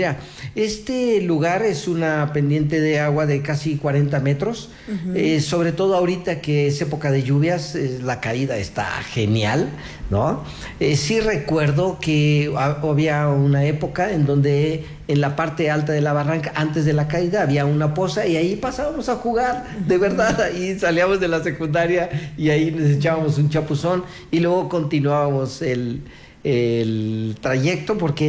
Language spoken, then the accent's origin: Spanish; Cuernavaca, Morelos, Mexico; mi familia... Siempre hemos vivido en el centro de la ciudad. Uh-huh. Y yo estudié en la secundaria 2 de Cuernavaca, de Altavista.